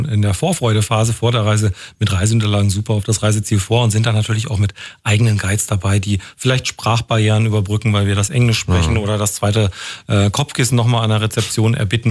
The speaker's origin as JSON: {"language": "German", "region": "Thuringia", "country": "Germany", "said": "als Thüringer weiß ich, was wir im Schnitt im Schrank haben"}